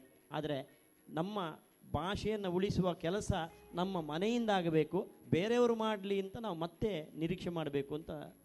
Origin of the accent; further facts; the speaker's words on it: Karnataka, India; ನಾವು ಮಂಗಳೂರಿನವರು ಅಥವಾ ಕರಾವಳಿಯವರು